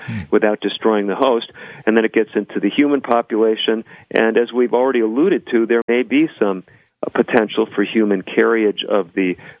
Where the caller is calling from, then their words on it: Albuquerque, New Mexico, United States; I'm speaking from Albuquerque, New Mexico. At this point, no Ebola virus here.